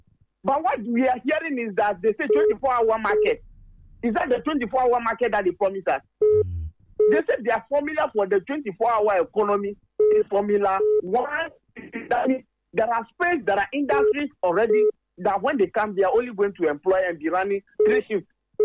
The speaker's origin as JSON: {"language": "English", "town": "Anloga", "region": "Volta", "country": "Ghana", "tie": "born or raised there", "said": "There are markets that Akufo-Addo built in my hometown. Angonga have a beautiful market."}